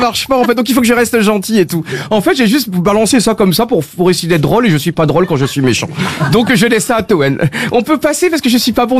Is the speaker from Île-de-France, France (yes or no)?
yes; Paris, Île-de-France, France; born there; Je suis né à Paris. C'est magnifique. Non, je suis né à Pigalle.